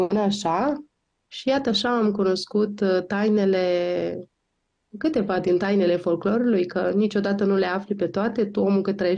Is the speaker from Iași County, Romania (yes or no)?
yes; Prisăcani, Iași County, Romania; M-am născut în Iași, am copilărit pe malul Prutului